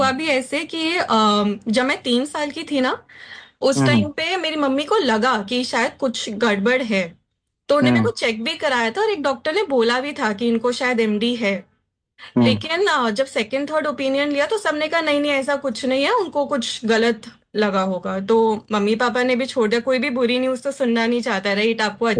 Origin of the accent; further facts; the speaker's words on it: Delhi, India; moved away as an adult; now in Kolkata, India; Originally मैं दिल्ली से हूँ एंड शादी के बाद ही मैं कोलकाता शिफ्ट हुई।